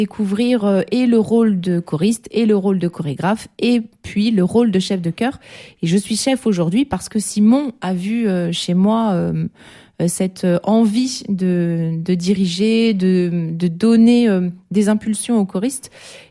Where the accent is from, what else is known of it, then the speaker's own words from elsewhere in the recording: Angers, Pays de la Loire, France; moi je viens d'Angers